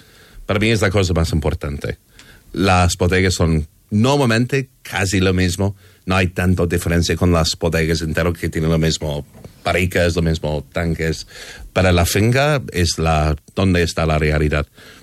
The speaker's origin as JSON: {"language": "Spanish", "town": "Barcelona", "region": "Catalonia", "country": "Spain", "tie": "born there", "also_born_or_lived": "London", "said": "siempre he vivido en Barcelona, pero mis estudios la mayoría son en Londres."}